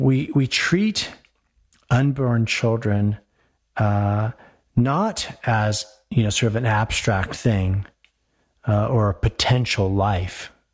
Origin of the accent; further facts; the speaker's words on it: Denver, Colorado, United States; I loved growing up in Denver, of course, in the 70s. I grew up in Denver. It was a much smaller place.